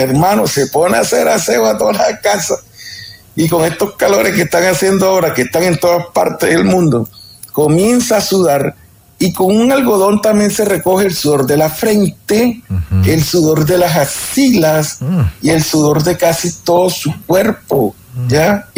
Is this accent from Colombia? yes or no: yes; Colombia